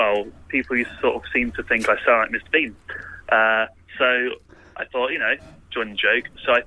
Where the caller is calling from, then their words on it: London, United Kingdom; Harrow in London.